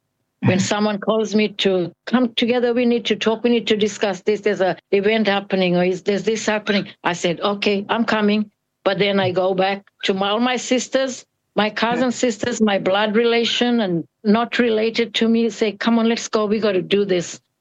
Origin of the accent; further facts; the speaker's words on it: Injinoo, Queensland, Australia; I grew up here in Engineer. Engineer is my community. It's in the Puthuma Land Trust space area where for our people.